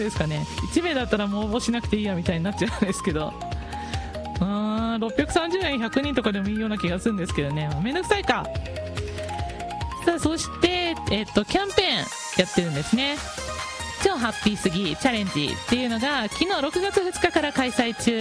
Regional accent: Nagoya, Aichi, Japan; moved away; 私あの名古屋出身なんですけど

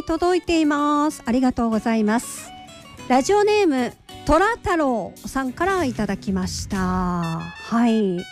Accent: Osaka, Japan; 私も大阪生まれ大阪育ちですので

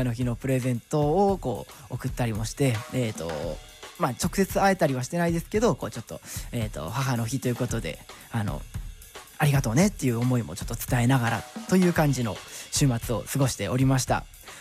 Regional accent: Sendai, Miyagi, Japan; 僕地元の仙台の方では仙台国際ハーフマラソンもあったということで、

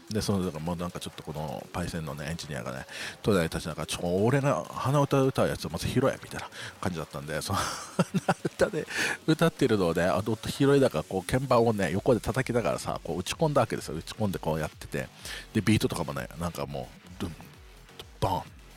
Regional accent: Okinawa, Japan; 特に中部で、ゲートが近いところでね、生まれ育ってるっていうのもあるので、

